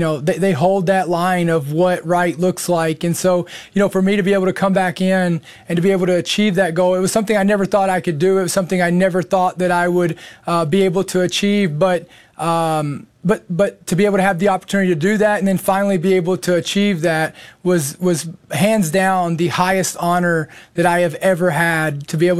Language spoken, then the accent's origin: English; United States